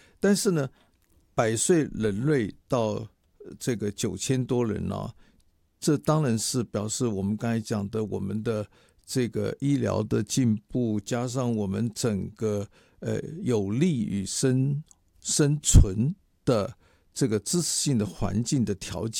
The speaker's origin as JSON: {"language": "Chinese", "country": "Taiwan", "said": "我觉得身为台湾人啊，中华民国在台湾啊"}